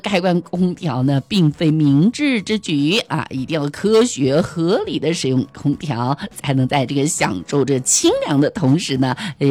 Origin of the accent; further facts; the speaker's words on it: Henan, China; moved away; 我们河南那边真的天特别的热哈